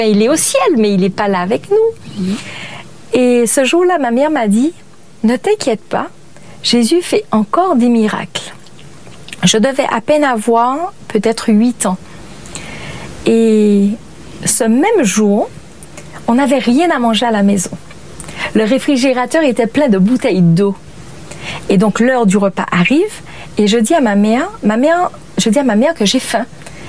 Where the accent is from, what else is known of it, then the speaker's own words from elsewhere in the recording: Le Vauclin, Martinique; born there; also born or lived in Venezuela; j'ai grandi d'abord au Venezuela et ensuite en Martinique, où je suis venue habiter avec ma mère et mon frère. Mmh. Et quand nous sommes arrivés en Martinique, donc nous avons habité sur le Vauclin.